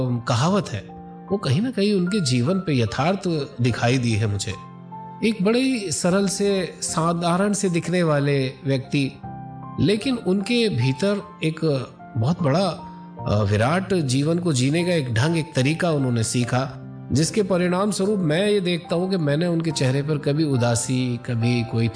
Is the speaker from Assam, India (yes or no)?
no; Muzaffarnagar, Uttar Pradesh, India; मैं यूपी मुजफ्फरनगर से ताल्लुक रखता हूँ